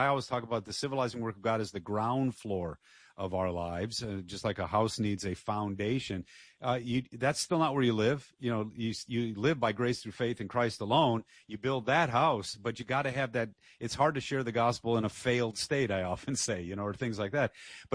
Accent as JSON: {"language": "English", "town": "Dearborn", "region": "Michigan", "country": "United States", "said": "I'm from Dearborn."}